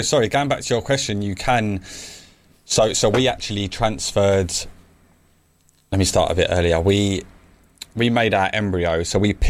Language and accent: English; London, United Kingdom; I grew up in Thamesmead.